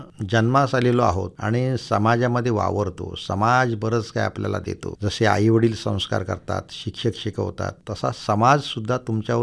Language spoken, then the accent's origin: Marathi; Konkan, India; आमचा कोकण हा झाडा झुडपाने असा बहरलेला, नेहमीच बहरलेला, म्हणजे अगदी पानझडी एकीकडे असेल तर दुसरीकडे सदाहरित झाडांचीही काही कमी नाही अशा प्रकारचा आमचा निसर्ग.